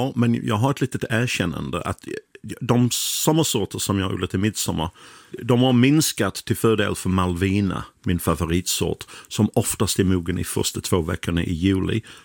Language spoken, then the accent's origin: Swedish; England, United Kingdom; Swedish is a second language; now in Sweden; För att jag tänkte när jag var fortfarande engelsman. Nu är jag skåning i alla fall. Jag tror att jag blir svensk också.